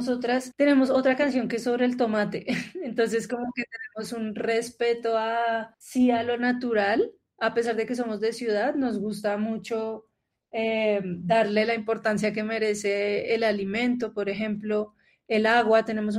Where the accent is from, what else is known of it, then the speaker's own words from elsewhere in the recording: Bogotá, Colombia; nosotras que somos de Bogotá